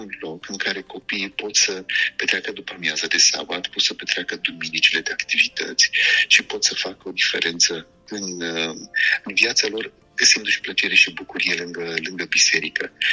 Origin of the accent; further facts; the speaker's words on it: Romania; now in Vienna, Austria; noi suntem români în Viena sau în Austria